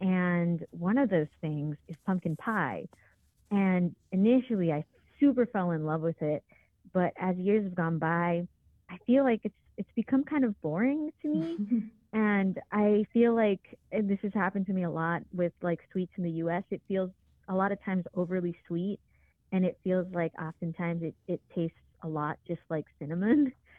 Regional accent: Venezuela; now in United States; So I'm from Venezuela, and in Venezuela, we don't have four seasons, right? So when I came to the U.S.

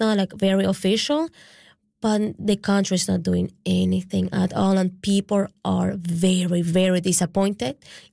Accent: Venezuela; now in Canada; Like, I'm here in Newfoundland, but I'm from Venezuela, and those are my people, and I want to be there to help.

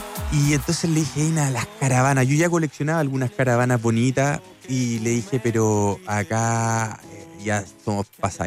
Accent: Santiago, Santiago Metropolitan Region, Chile; moved away as an adult; now in Pichilemu, Chile; nosotros somos de Santiago, pero nos fuimos a vivir a Pichilemu hace 7 años.

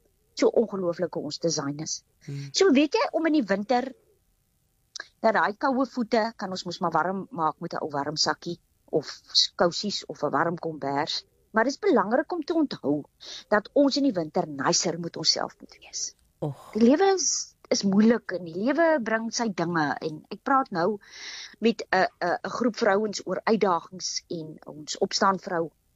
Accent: Karoo, South Africa; now in Cape Town, South Africa; Nou, ek is van nature so, ek het in die Karoo groot geword. Ek het met son groot geword.

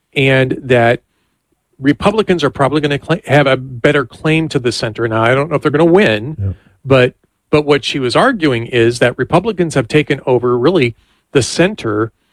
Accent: Los Angeles, California, United States; moved away as an adult; I was born in Los Angeles. Yeah. This is my native area. I lived there for 30 years. And it's changed a lot since I left, over the last 30 years since I left.

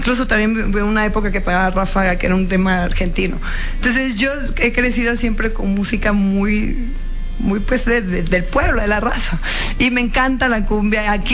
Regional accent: Mexico; now in Miami, United States; Pues sí, me fui de México.

